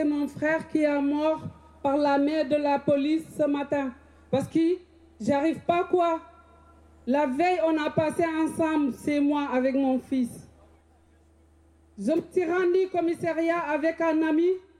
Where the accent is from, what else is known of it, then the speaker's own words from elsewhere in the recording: Rennes, Brittany, France; Je viens de Rennes.